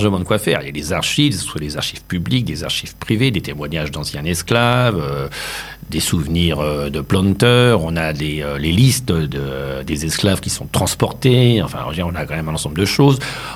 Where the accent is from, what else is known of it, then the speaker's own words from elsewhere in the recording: Grand Est, France; nous dans la Marne